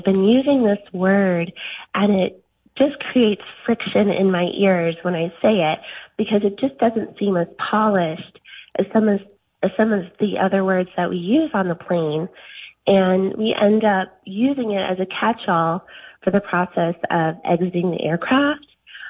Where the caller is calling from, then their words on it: Concord, North Carolina, United States; I'm from Concord, North Carolina